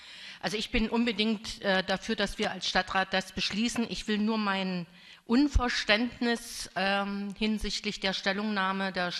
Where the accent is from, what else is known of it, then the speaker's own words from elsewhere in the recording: Bitterfeld, Saxony-Anhalt, Germany; born there; Ich bin in Bitterfeld geboren. Das liegt gleich neben Holz, weiß ich.